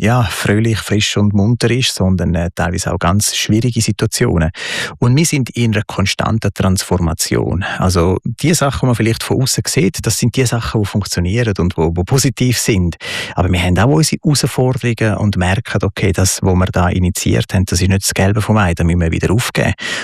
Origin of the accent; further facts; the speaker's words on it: Italy; also born or lived in Uster, Switzerland; Und somit bin ich halt gezwungenermaßen in Italien aufgewachsen. Und das ist der italienische Einschlag, den du jetzt vielleicht da so